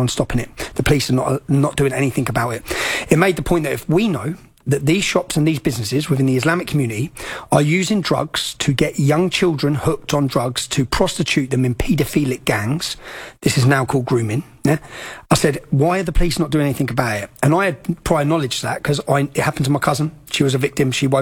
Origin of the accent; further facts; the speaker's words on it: Luton, East of England, United Kingdom; Luton's only got 200,000 population. And so you're talking 100,000 Muslims. This has all come from my hometown.